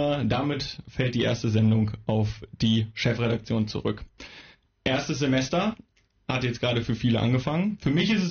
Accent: Krefeld, North Rhine-Westphalia, Germany; Ich komme ursprünglich aus Krefeld. Das darf sich ja netterweise Großstadt nennen.

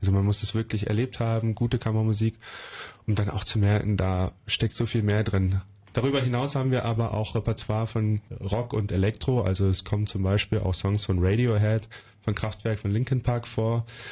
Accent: Varel, Lower Saxony, Germany; Ich bin tatsächlich nicht ganz gebürtiger Fareler. Ich bin als 2-Jähriger dazugezogen

